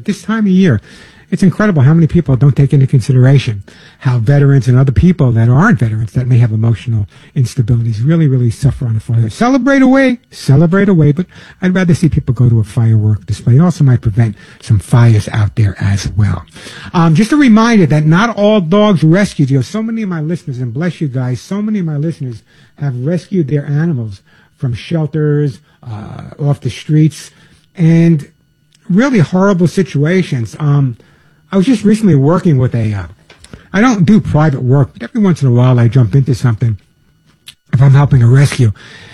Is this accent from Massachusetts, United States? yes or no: no; New York, United States; accent: New York; Yeah, I know, I'm from New York. I lost my accent, but I still have a little of it.